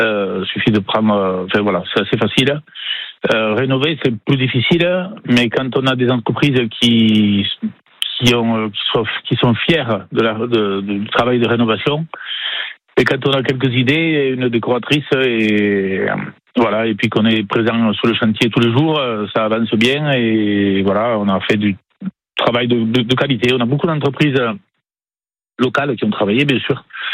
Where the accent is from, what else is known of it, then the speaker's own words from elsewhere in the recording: Occitanie, France; quand on est né dans l'Hérault et quand on habite dans l'Hérault